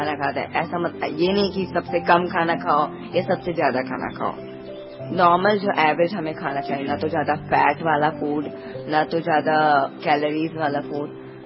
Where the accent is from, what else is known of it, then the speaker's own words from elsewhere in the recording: Chhattisgarh, India; also born or lived in Lucknow, Uttar Pradesh; Actually मैं लखनऊ में पैदा हुआ पर पापा की जॉब की वजह से 10 ईयर्स छत्तीसगढ़ में रहा।